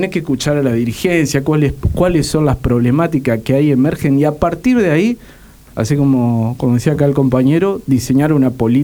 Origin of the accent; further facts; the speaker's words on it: Argentina; en la cultura como argentino